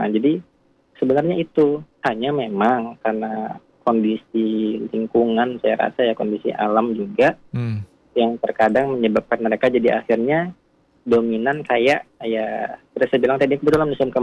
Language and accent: Indonesian; Medan, North Sumatra, Indonesia; born there; moved away as an adult; Sebelumnya saya memang kelahiran Sumatera Utara sebenarnya.